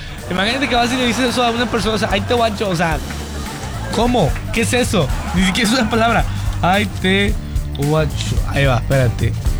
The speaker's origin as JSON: {"language": "Spanish", "country": "Mexico", "lives_now": "Laredo, United States", "said": "Gracias, Dios, gracias que soy mexicano, gracias que estoy aquí"}